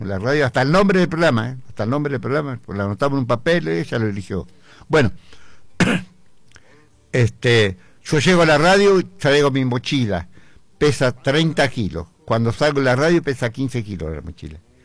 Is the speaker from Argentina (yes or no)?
yes; Balcarce, Buenos Aires Province, Argentina; moved away; also born or lived in Mar del Plata; Mi infancia en Balcarce, yo nací en Balcarce, provincia de Buenos Aires. Esas zapatillas rotas, pantalón cosido, emparchado, así.